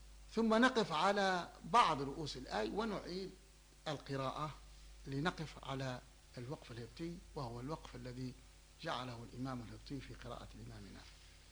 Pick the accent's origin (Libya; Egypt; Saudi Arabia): Libya; Tripoli, Tripoli District; also born or lived in Msallata; انتقلنا إلى الساحل، ثم انتقلنا بعد ذلك لما تزايد الحرب والاستعمار على بلادنا وعلى وطننا وعلى بلدتنا طرابلس هذه المحروسة ازدجاد. والدي كان من الذين يخافون، فخرجنا من طرابلس الغرب إلى منطقة مسلاتة في بجانب ترهونة، ما بين ترهونة والقمص